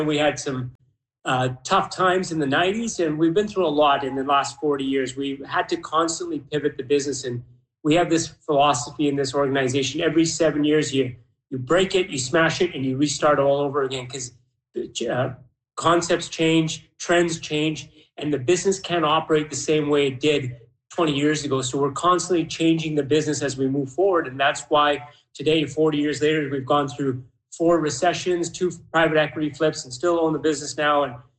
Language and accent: English; Uganda; So he went back to Africa. We're from Uganda. And there's a school in one of the biggest slums in Kampala.